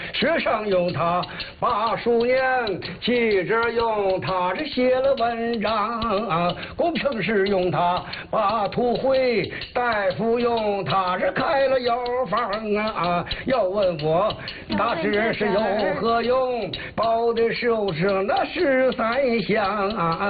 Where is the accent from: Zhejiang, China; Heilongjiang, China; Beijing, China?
Heilongjiang, China; Qiqihar; 这么说，我到天津去吧，天津人不知道我是齐齐哈尔人。